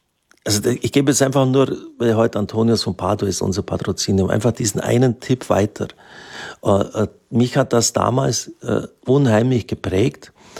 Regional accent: Bavaria, Germany; Maria Vesperbild würde ich tatsächlich so unterstreichen. Das ist ungefähr 15 Kilometer von dem Ort, wo ich aufgewachsen bin, entfernt.

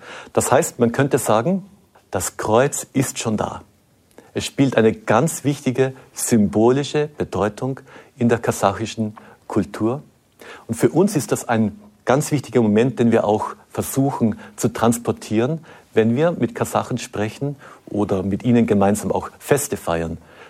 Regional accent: Austria; moved away as an adult; now in Kazakhstan; ich komme aus Österreich

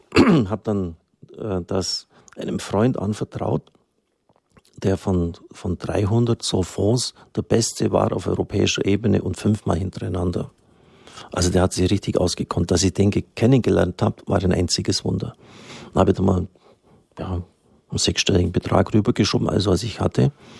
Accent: Swabia, Germany; ich bin ja auch ein Schwabe

